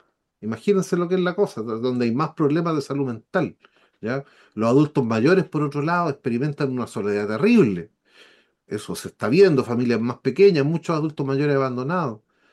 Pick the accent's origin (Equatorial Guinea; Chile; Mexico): Chile; como decimos en Chile